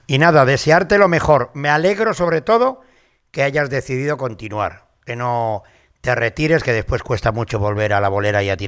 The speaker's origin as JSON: {"language": "Spanish", "town": "Casar de Periedo", "region": "Cantabria", "country": "Spain", "tie": "born or raised there", "said": "Mira que Mazcuerra es igual que mi pueblo Casar."}